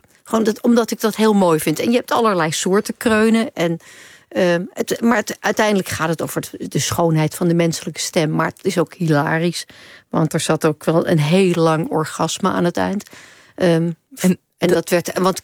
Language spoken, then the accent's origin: Dutch; Amsterdam, North Holland, Netherlands; Slemani, dat is voor mij als Amsterdammer makkelijk te zeggen.